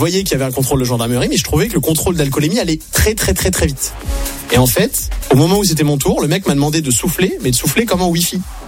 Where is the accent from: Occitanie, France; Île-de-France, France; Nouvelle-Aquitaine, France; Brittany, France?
Nouvelle-Aquitaine, France; Saintes; en Charente-Maritime, qui est chez moi à Saintes